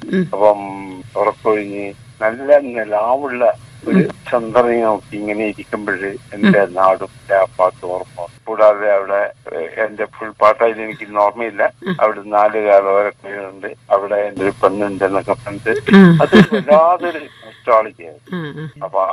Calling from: Echur, Kerala, India; ഞാൻ ഏച്ചൂർ നിന്നാണ് വിളിക്കുന്നത്.

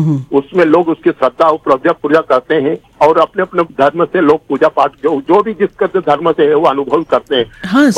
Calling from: village near Shajapur district, Madhya Pradesh, India; बहुत शिक्षित परिवार गांव का है हमारा

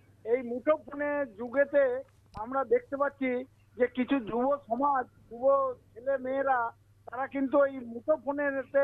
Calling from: Bardhaman, West Bengal, India

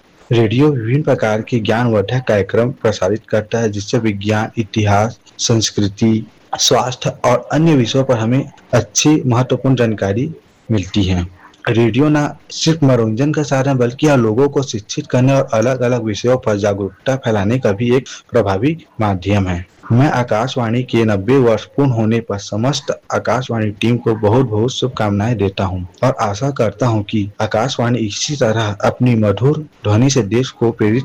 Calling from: Raigarh, Chhattisgarh, India; हम रायगढ़ छत्तीसगढ़ के निवासी हैं।

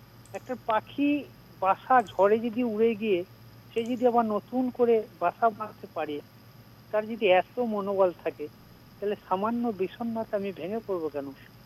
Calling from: Purba Bardhaman, West Bengal, India; পশ্চিমবঙ্গ রাজ্যের পূর্ব বর্ধমান থেকে আমি

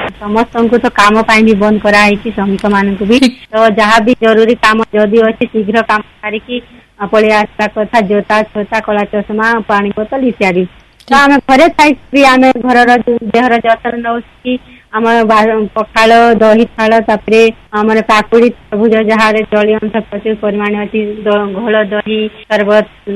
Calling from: Bargarh, Odisha, India; ମୁଁ ବରଗଡ଼ର

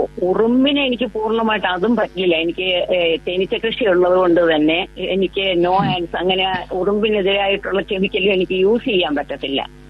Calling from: Thiruvananthapuram, Kerala, India; ഉള്ളൂരിൽ നിന്നാണ് സംസാരിക്കുന്നത്.

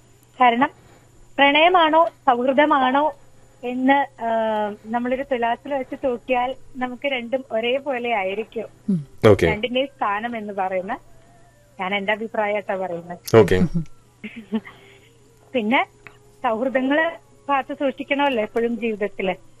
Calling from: Kochi, Kerala, India; ഞാൻ എടപ്പള്ളിയിൽ നിന്ന്.

